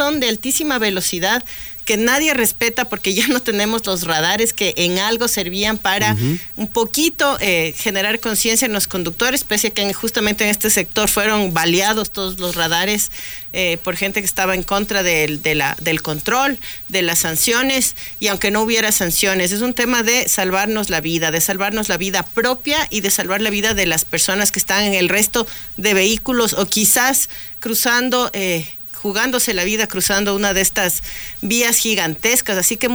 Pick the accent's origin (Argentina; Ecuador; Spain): Ecuador